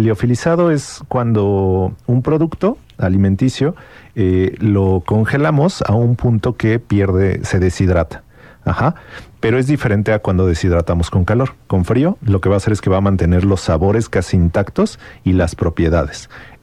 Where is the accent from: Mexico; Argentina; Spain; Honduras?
Mexico; Mexico City; yo soy de Ciudad de México, ahí no tenemos tanto acceso al chocolate artesanal, al cacao, ¿no?